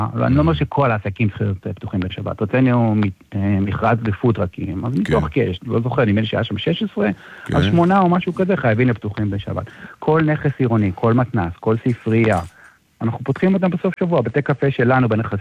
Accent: Herzliya, Tel Aviv District, Israel; born or raised there

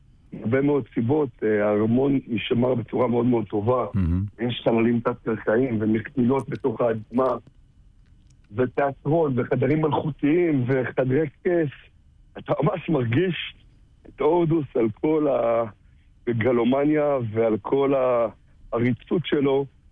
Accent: Kfar Etzion, Judea and Samaria, Israel; אני רוצה להגיד שאני גדלתי בכפר עציון, ובתור ילד שעבד במטע דובדבנים

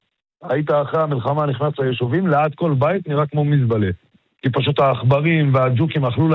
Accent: Marjayoun, Nabatieh Governorate, Lebanon; now in Israel; אני גדלתי בצד השני, נולדתי שמה.

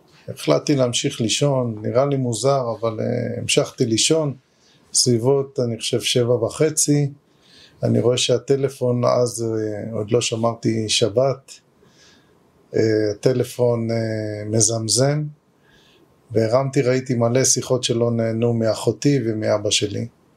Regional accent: Nir Oz, Southern District, Israel; moved away; אני מכיר אותה מילדותי שגדלתי בניר עוז

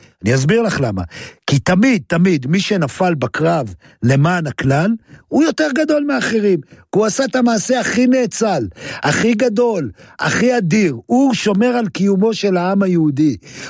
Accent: Safed, Northern District, Israel

